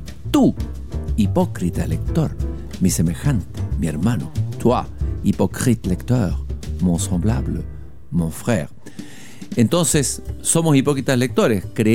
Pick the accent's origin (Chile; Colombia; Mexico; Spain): Chile